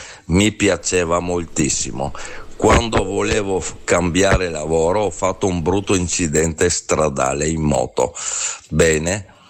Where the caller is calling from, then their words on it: Spilimbergo, Friuli-Venezia Giulia, Italy; da Spilimbergo.